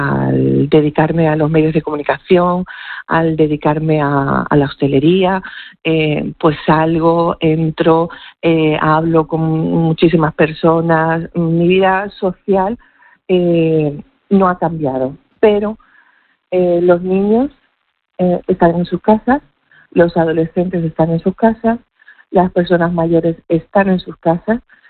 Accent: Ceuta, Spain; todos los que vivimos aquí seamos, nos llamemos como nos llamemos y recemos a quien recemos, somos caballas, somos españoles, somos europeos.

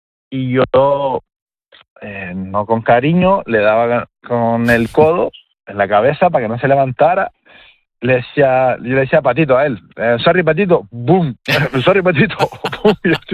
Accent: Canary Islands, Spain; pero sí era como muy canario, muy así.

